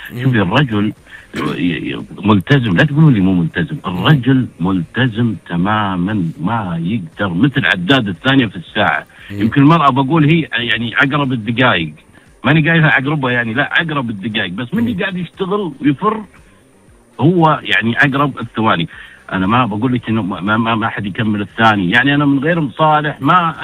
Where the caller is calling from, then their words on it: Saudi Arabia; كان عندنا في السعودية يمكن الحرمة ما كانت تسوق عندنا في السعودية.